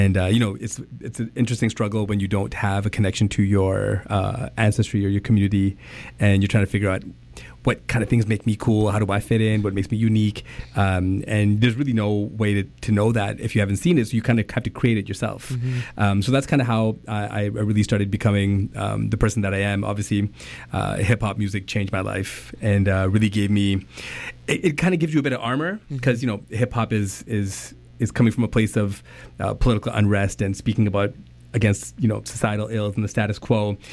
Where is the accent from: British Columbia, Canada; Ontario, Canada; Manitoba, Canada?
British Columbia, Canada; Vancouver; born and raised in Vancouver, BC. Yeah. Grew up on the southeast side of Vancouver, and it was a very interesting time for Indo-Fijian kid because there weren't a lot of us out here.